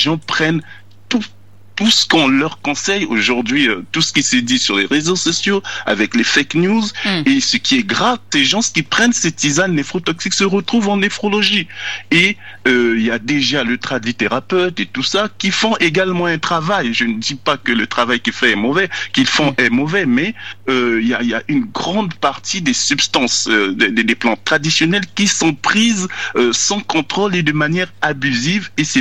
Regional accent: Republic of the Congo; chez nous au Congo

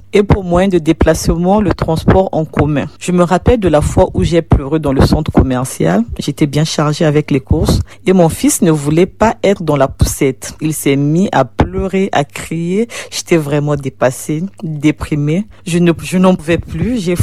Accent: Republic of the Congo; moved away as an adult; now in France; Je viens du Congo-Brazzaville. Je suis mère de 4 enfants. À mon arrivée en France, le dernier n'avait que 7 mois.

